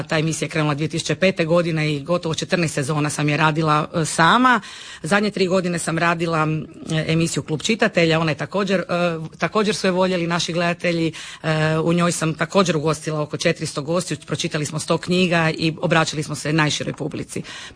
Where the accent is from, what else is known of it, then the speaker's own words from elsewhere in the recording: Pula, Istria County, Croatia; Odrasla sam, rođena sam u Puli i tu sam odrasla.